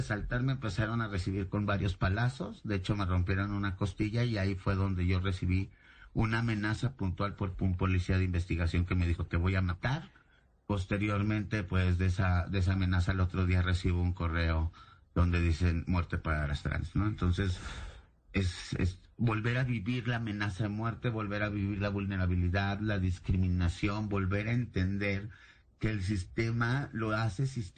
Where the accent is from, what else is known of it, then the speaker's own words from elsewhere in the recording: Mexico; y sí tenemos que hacer algo como mexicanos